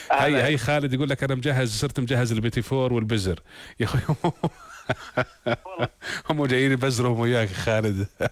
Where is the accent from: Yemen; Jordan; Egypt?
Jordan; احنا كلنا كأردنيين الحمد لله يعني احنا معروفين بمضيافين للجميع